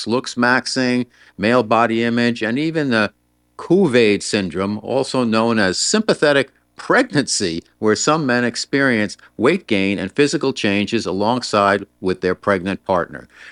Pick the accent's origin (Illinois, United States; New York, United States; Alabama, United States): New York, United States; New York City; coming to us from New York City, my hometown.